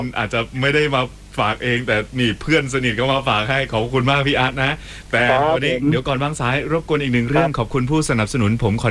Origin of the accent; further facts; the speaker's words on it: Southern Thailand, Thailand; นี่เราได้คุยกับผมด้วยแล้วผมก็เป็นคนใต้ด้วย